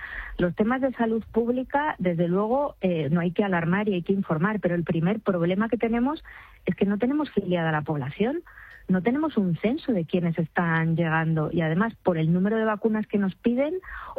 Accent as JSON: {"language": "Spanish", "country": "Spain", "said": "como española y como médico"}